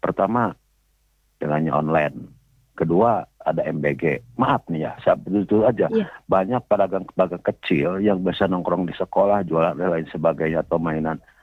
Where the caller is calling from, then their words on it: Bandung, West Java, Indonesia; Saya dari Bandung nih ya.